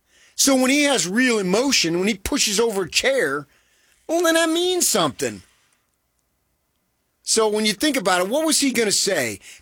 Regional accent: California, United States; I was a kid growing up in California when my dad was in the NFL.

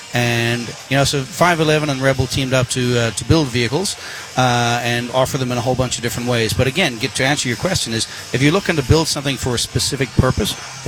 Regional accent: South Africa; moved away; I grew up in South Africa

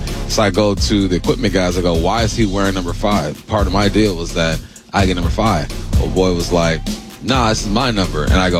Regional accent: California, United States; You know, we're both from California.

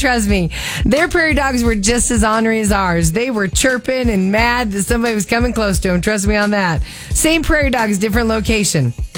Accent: Thornton, Colorado, United States; Because I grew up in Thornton.

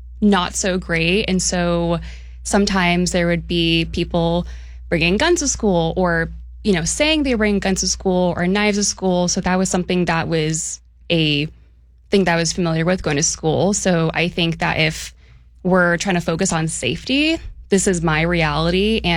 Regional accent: Jersey City, New Jersey, United States; now in Seattle, United States; growing up in Jersey City, New Jersey.

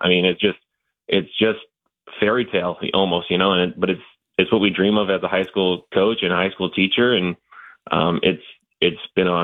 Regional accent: Tempe, Arizona, United States; growing up in Tempe, went to ASU baseball games my entire life.

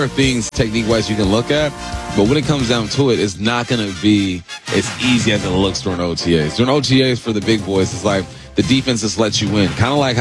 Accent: California, United States; You know, we're both from California.

